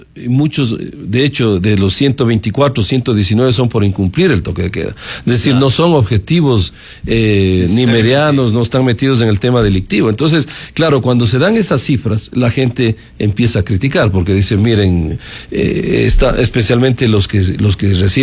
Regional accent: Ecuador; como ecuatoriano de bien

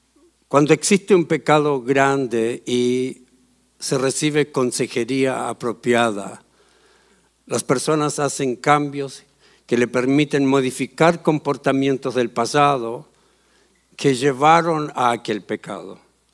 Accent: Chile; moved away; vamos a salir el día lunes a Chile, a nuestro país.

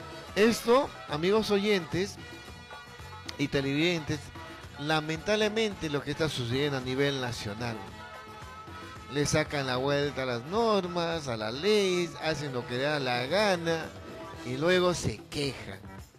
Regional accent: Peru; ¿Qué queremos ser como peruanos?

